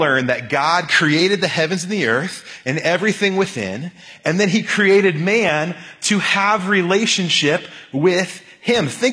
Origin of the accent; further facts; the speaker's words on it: Florida, United States; moved away as an adult; also born or lived in Temecula, California; moved to Southern California from Florida, and I thought, you know, I know what hot is, right? I grew up in Florida, but then I moved into Temecula, California, which is in the middle of the desert